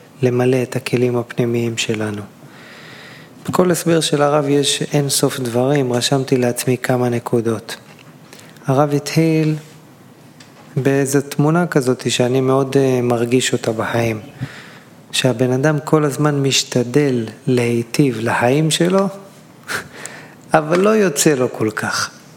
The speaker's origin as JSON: {"language": "Hebrew", "town": "Mikhmoret", "region": "Central District", "country": "Israel", "tie": "born or raised there", "said": "גדלתי בחוף מכמורת, אני מושבניק מאלישי ועמק חפר."}